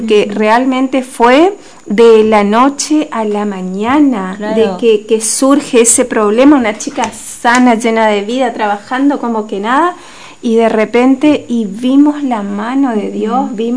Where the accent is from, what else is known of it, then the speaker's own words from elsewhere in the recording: Corrientes, Argentina; soy más correntina que...